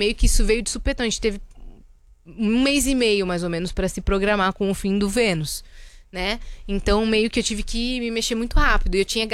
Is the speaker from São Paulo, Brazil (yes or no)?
yes; São Paulo, Brazil; A gente é da Zona Norte de São Paulo, né?